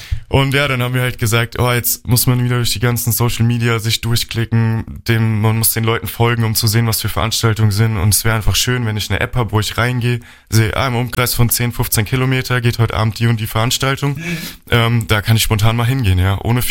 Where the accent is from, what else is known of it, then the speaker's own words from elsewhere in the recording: Sprendling, Rhineland-Palatinate, Germany; Jetzt ich aus Sprendling.